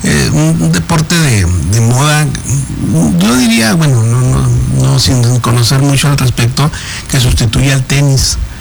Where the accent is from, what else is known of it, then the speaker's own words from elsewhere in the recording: Mexico; somos mexicanos.